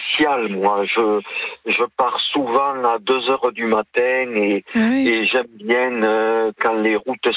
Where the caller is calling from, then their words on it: Béziers, Occitanie, France; je redescends à mon domicile à Béziers.